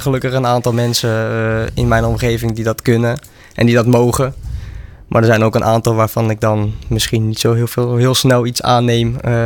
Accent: Netherlands; waar kom je vandaan? Ja, uit Nederland.

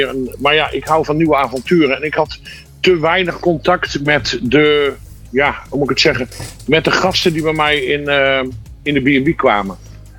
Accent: Breda, North Brabant, Netherlands; now in Costa; En wij komen zelf natuurlijk ook van Breda.

